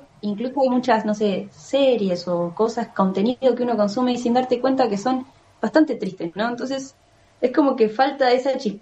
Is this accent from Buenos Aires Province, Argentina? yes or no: yes; Tornquist, Buenos Aires Province, Argentina; now in Bahía Blanca, Argentina; Las escribí cuando vine a estudiar acá, porque yo soy de Torkins, en realidad.